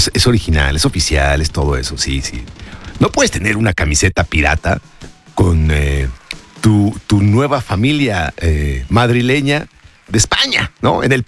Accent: Mexico; también soy mexicano, también soy hombre.

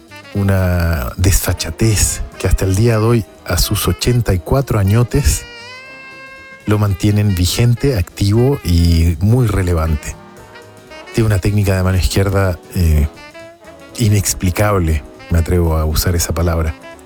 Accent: Santiago, Santiago Metropolitan Region, Chile; now in Mexico; Nos vamos a mi tierra natal, a Santiago de Chile

